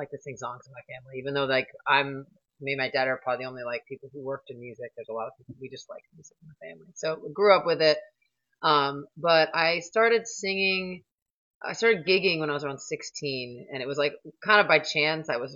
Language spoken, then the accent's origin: English; New York City, New York, United States; So, yeah, very much a New Yorker, and that's my influence. It's my normal place.